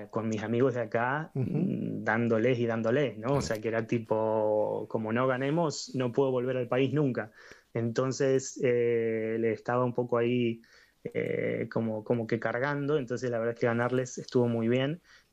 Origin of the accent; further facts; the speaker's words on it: Spain; moved away; also born or lived in Argentina; yo crecí en España